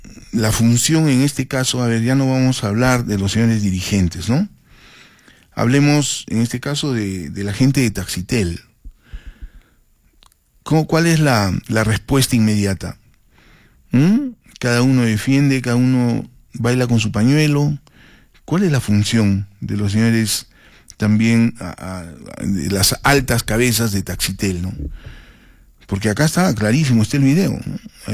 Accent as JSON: {"language": "Spanish", "region": "Arequipa", "country": "Peru", "said": "yo hablo como arequipeño también, ¿no? Como arequipeño"}